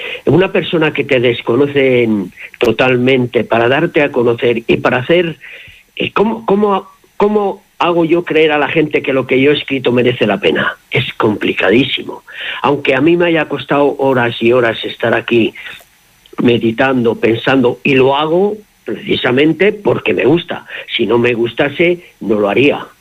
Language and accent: Spanish; Colmenares, Castile and León, Spain; born there; also born or lived in Cervera de Pisuerga; now in Guardo, Spain; Nací en Colmenares, sí